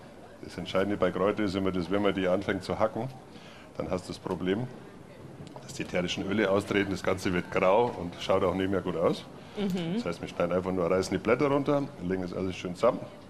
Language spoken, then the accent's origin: German; Bavaria, Germany; now in Dresden, Germany